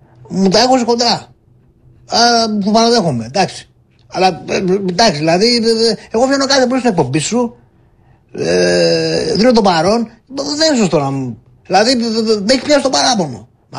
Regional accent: Greece; born there; Άλλη προσευχή μου που γεννήθηκα στην Ελλάδα, γιατί αλλού θα πήγα να πάρει με τις σκούπες.

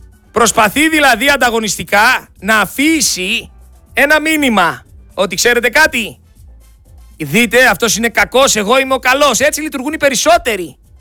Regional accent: Greece; Εγώ είμαι Έλληνας πολίτης

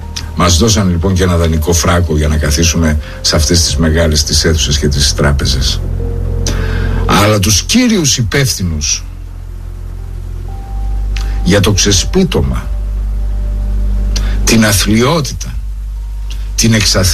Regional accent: Greece; Εμείς επιλέξαμε λοιπόν ως Ελλάδα, ως Έλληνες

